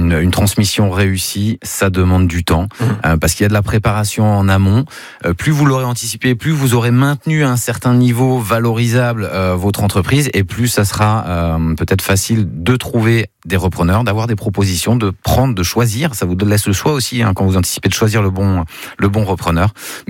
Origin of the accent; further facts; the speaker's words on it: Mayenne, Pays de la Loire, France; chez nous en Mayenne